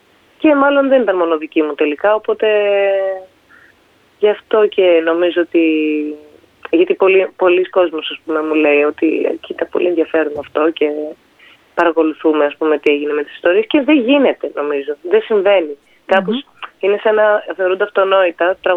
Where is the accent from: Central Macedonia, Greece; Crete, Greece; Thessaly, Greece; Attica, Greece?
Attica, Greece; Athens; εγώ έχω γεννηθεί, έχω μεγαλώσει στην Αθήνα, οπότε θεωρώ τον εαυτό μου περισσότερο Αθηναία από οτιδήποτε άλλο.